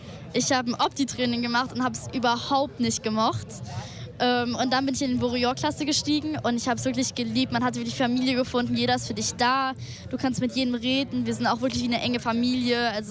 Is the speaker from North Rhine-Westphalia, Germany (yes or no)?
yes; Cologne, North Rhine-Westphalia, Germany; Und ich komme aus Köln.